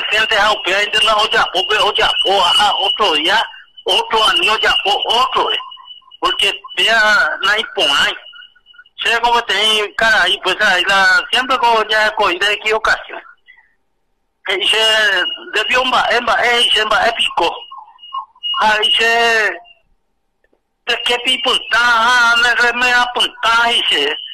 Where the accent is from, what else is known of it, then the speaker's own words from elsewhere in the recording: Paraguay; Yo soy paraguayo a su